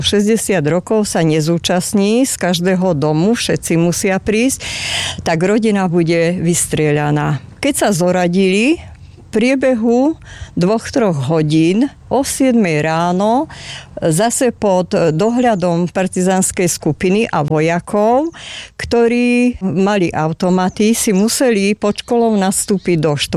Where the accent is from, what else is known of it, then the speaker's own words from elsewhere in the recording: Sklené, Žilina Region, Slovakia; zo Skleného nemeckej dediny, ktorá sa volala kedysi Glazerhau a leží v oblasti Haverlandu.